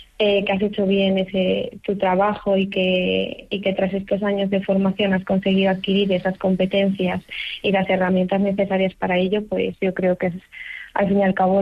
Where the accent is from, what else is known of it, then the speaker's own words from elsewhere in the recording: León, Castile and León, Spain; now in Ibiza, Spain; porque yo soy de León y aunque lleve 2 años aquí en Eivissa todavía no hablo mucho catalán.